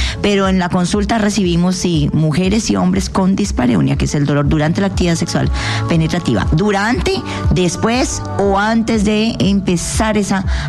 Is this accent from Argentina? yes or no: no; Colombia; Soy colombiana